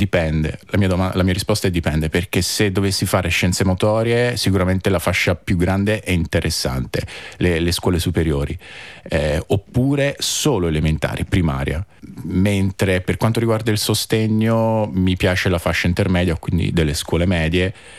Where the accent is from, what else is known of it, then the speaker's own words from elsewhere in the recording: Apulia, Italy; moved away as an adult; also born or lived in Campobasso; now in South Tyrol, Italy; io sono pugliese, quindi ho studiato relativamente vicino casa